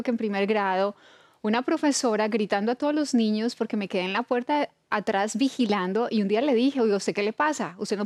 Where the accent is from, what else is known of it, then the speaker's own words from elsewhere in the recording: Colombia; esto es lo que pasa en mi país